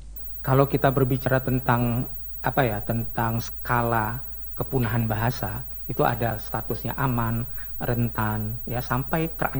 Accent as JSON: {"language": "Indonesian", "town": "Medan", "region": "North Sumatra", "country": "Indonesia", "tie": "born or raised there", "moved": "yes", "lives_now": "Aceh, Indonesia", "said": "saya berpindah tempat beberapa kali dari Medan. Saya asli orang Minang yang besar dan hidup di Medan. Seperti tadi, dalam keluarga saya tidak diajak untuk berbicara dalam bahasa Minang."}